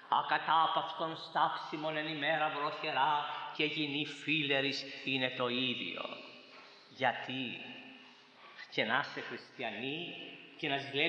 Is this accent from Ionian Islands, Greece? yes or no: yes; Corfu, Ionian Islands, Greece; στο νησί μου στην Κέρκυρα